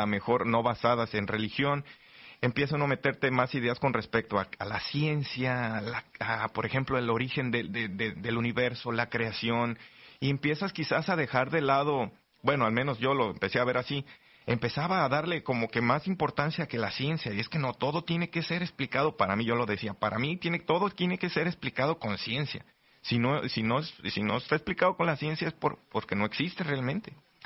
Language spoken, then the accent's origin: Spanish; Tequila, Jalisco, Mexico; de donde yo soy originario, en Tequila, Jalisco, precisamente más o menos como en los 90s